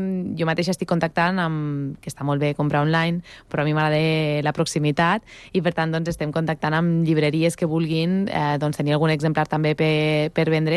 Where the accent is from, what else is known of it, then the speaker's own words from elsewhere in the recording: Almenar, Catalonia, Spain; Jo vaig estar treballant a la biblioteca d'Almenar del meu poble durant uns anys.